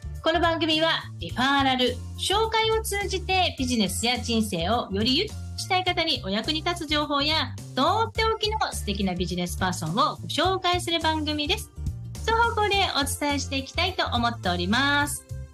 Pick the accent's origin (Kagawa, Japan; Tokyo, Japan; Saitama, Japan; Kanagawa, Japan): Saitama, Japan; Soka; 今日はですね、地元の埼玉県草加市からお届けさせていただきまして、